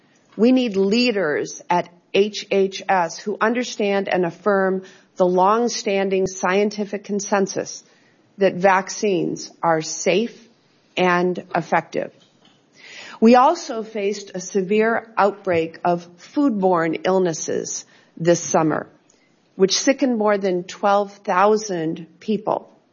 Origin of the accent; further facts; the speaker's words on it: Wisconsin, United States; including about 160 cases in my home state of Wisconsin